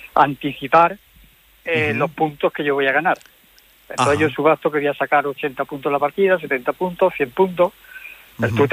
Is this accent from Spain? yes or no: yes; Córdoba, Andalusia, Spain; now in Granada, Spain; Yo soy de Córdoba, pero estoy oyendo desde un pueblecito de Granada.